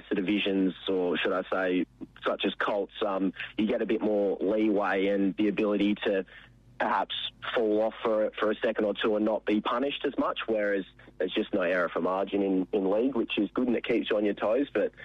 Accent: Karratha, Western Australia, Australia; So I'm from Karratha. The old boy had a job up there for a few years. So I grew up up there in the heat plane for the Karratha Cats

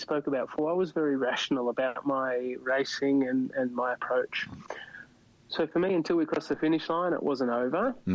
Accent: Australia; moved away as an adult; I'm always Australian, but I've been on the other side of the world

